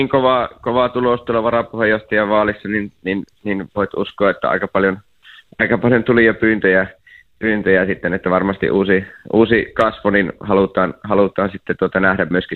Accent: Eastern Finland, Finland; kun oma vaalipiiri on Savo-Karjala ja kuitenkin tulen Itäistä Suomesta

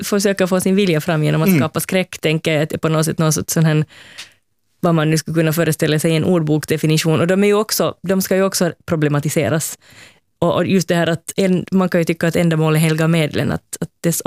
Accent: Finland; så får man igen säga, nej, jag är inte från Sverige. Och sen får man försöka börja ringa in, och vem är finlandssvensk och vilka stereotypier finns.

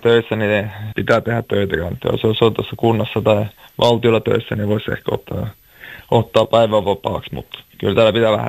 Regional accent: Kokkola, Central Ostrobothnia, Finland; born or raised there; now in Norway

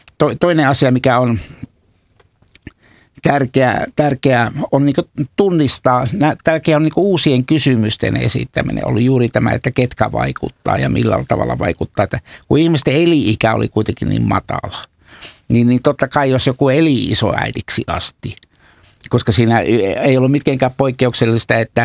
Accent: Eastern Finland, Finland; meillä Itä-Suomessa on tietysti ollut niin kuin tämä perheet on niin kuin kasvaneet ja olleet koko ajan yhdessä aivan eri lailla kuin Länsi-Suomessa.

